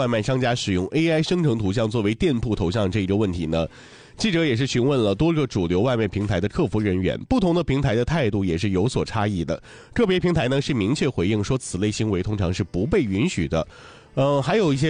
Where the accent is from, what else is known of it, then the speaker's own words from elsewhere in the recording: Northeast China, China; 咱们东北人爱吃锅包肉，